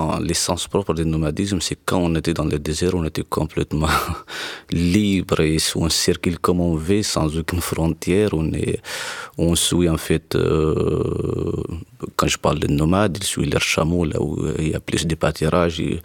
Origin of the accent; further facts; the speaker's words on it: Tinzaouaten, Kidal, Mali; French is a second language; nous sommes directement dans la frontière jupitro-algérienne. C'est là où nous sommes grandis, en fait. C'est là où nous avons fait aussi notre école primaire